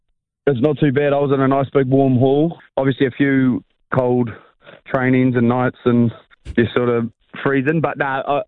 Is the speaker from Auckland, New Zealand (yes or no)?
no; Kerikeri, Northland, New Zealand; moved away as an adult; now in Dunedin, New Zealand; I'm from Northland.